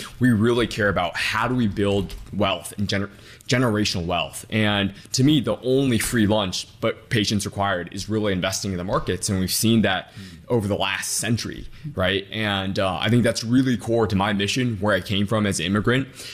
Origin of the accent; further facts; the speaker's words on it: Detroit, Michigan, United States; So born and raised in Detroit, my parents are immigrants. We didn't have a lot of money growing up.